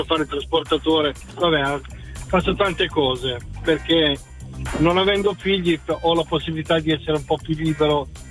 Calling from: Riccione, Emilia-Romagna, Italy; Dalla provincia di Rimini, sì? Precisamente Riccione

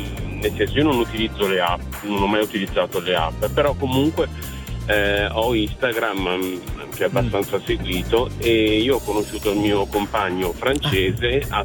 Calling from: Milan, Lombardy, Italy; Sono da Milano, sto andando a lavoro.

